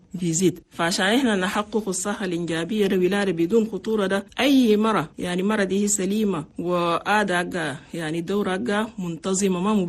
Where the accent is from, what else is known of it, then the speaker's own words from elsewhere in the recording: Chad; عندنا في تشاد